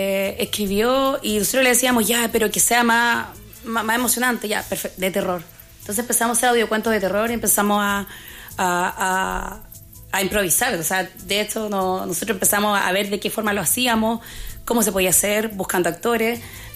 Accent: Copiapó, Atacama, Chile; yo soy de Atacama, soy una región chica, soy de Copiapó

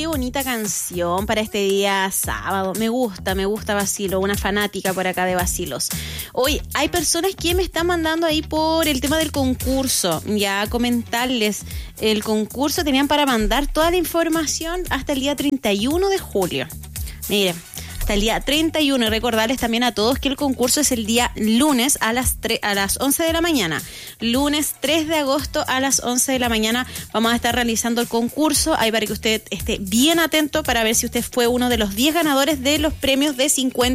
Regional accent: Chile; nuestro país también en Chile

